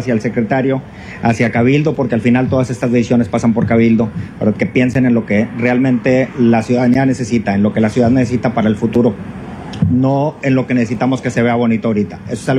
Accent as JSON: {"language": "Spanish", "town": "Nuevo Laredo", "region": "Tamaulipas", "country": "Mexico", "tie": "born or raised there", "said": "Los que somos originarios de Nuevo Laredo sabemos lo que representa la avenida Paseo Colón para todos nosotros."}